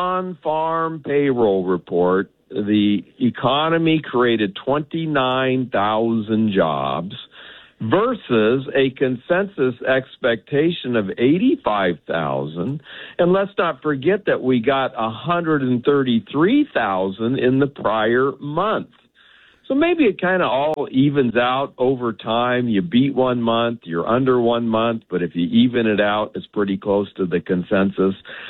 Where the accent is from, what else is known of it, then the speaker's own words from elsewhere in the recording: San Diego, California, United States; a big aircraft carrier just left San Diego, California, my hometown